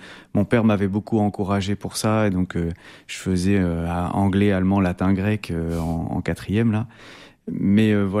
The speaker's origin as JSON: {"language": "French", "region": "Normandy", "country": "France", "tie": "born or raised there", "also_born_or_lived": "Roubaix", "said": "Mais moi je suis né à Roubaix, dans le Schnorr. Okay. J'ai vécu que 6 mois là-bas, hein, et j'ai grandi en Basse-Normandie. Mon papa est originaire de Caen et ma maman est du Nord."}